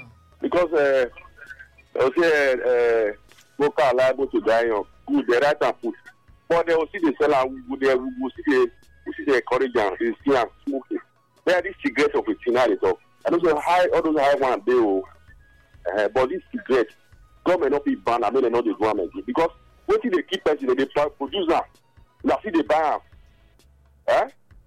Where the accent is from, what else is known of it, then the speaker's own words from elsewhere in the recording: Benin; I'm from Benin.